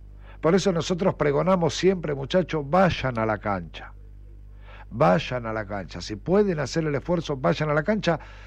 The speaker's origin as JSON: {"language": "Spanish", "town": "Tres Arroyos", "region": "Buenos Aires Province", "country": "Argentina", "tie": "born or raised there", "moved": "yes", "said": "yo nací y me crié en aquella zona, en Tres Arroyos."}